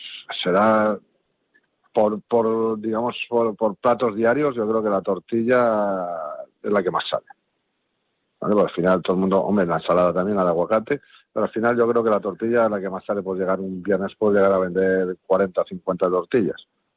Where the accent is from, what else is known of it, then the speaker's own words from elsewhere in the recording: Valladolid, Castile and León, Spain; soy de Valladolid